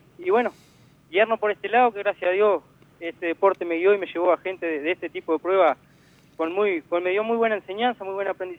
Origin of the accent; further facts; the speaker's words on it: Fraile Muerto, Cerro Largo, Uruguay; now in Melo, Uruguay; Yo soy de Fraile Muerto, estoy viviendo en Melo, pero soy radicado de Fraile Muerto.